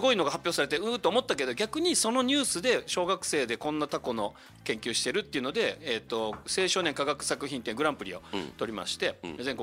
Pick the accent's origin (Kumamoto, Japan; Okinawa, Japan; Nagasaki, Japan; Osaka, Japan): Okinawa, Japan; Itoman; 僕糸満出身なんですよ。